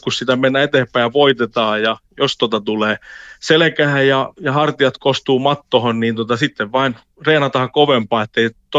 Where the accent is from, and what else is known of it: Kurikka, South Ostrobothnia, Finland; born there; also born or lived in Stockholm, Sweden